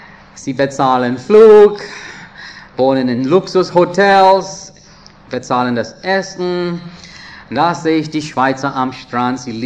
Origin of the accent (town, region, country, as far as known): India; now in Switzerland